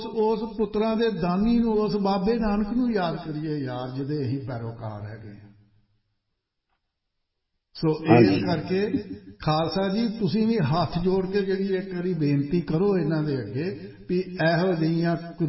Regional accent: Batala, Punjab, India; ਫੇਰ ਤੇ ਤੁਸੀਂ ਸਾਡੇ ਇਲਾਕੇ ਦੇ ਹੀ ਹੋਗੇ ਬਟਾਲਾ ਗੁਰਦਾਸਪੁਰ

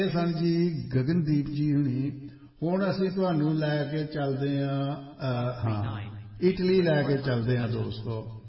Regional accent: Punjab, India; born or raised there

